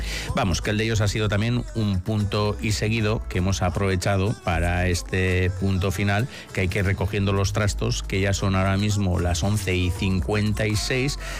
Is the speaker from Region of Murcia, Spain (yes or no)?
no; Navarre, Spain; siendo uno navarro, que es el patrón de Iruña, que es San Saturnino.